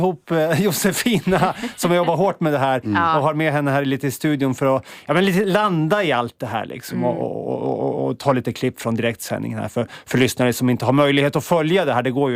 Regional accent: Sweden; jag är svensk

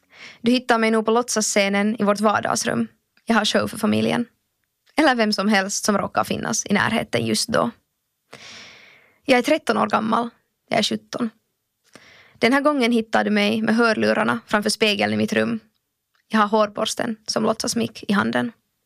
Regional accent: Finland; born there; Medveten om mitt privilegium och slumpen som gjorde att jag föddes just här i Finland, just i min familj.

